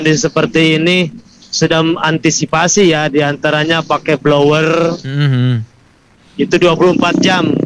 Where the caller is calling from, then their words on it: Ciranjang, West Java, Indonesia; Enggak, Cianjur Ciranjang.